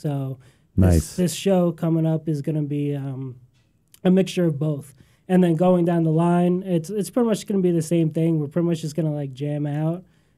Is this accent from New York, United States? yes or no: yes; New York, United States; From Long Island, yeah.